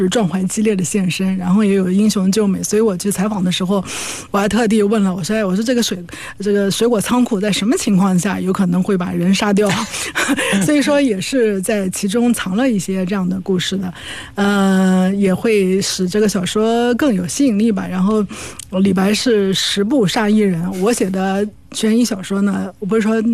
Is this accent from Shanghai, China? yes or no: no; Nanjing, Jiangsu, China; accent: Nanjing dialect; 因为我是一个土生土长的南京人，我生活的这个主干呢，就是我小时候就是生活在太平南路，就是我刚才到电台来的路上还经过了我的小学母校。